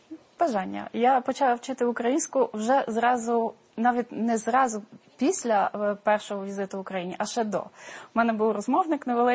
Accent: Poland; accent: Polish; Ukrainian is a second language; moved away as an adult; now in Lviv, Ukraine; початково мене питали, а ви з Закарпаття? не розуміли, що в мене польський акцент.

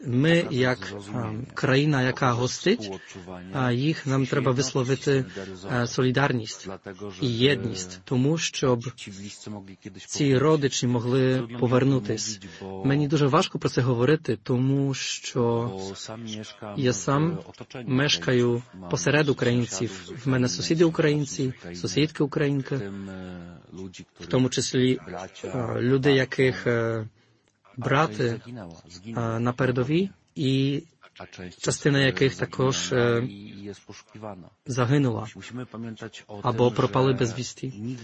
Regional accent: Poland; ми, поляки

